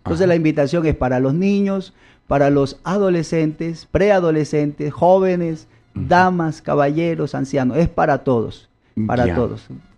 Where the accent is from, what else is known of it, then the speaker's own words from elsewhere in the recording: Machala, El Oro, Ecuador; moved away as an adult; also born or lived in Milagro / Guayaquil / El Ángel; now in Cotacachi, Ecuador; nosotros somos de la ciudad de Machala.